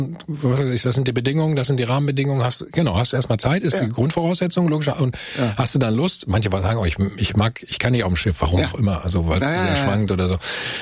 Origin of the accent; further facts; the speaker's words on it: Bielefeld, North Rhine-Westphalia, Germany; ich komme aus Bielefeld, aus der Ecke